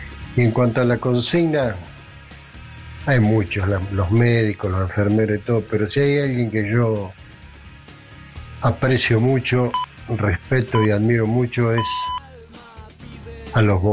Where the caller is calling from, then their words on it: Carhué, Buenos Aires Province, Argentina; de Carué.